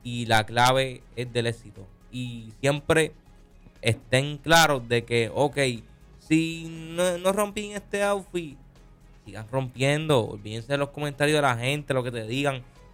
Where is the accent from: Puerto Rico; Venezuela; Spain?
Puerto Rico; Luquillo; mi pueblo de Luquillo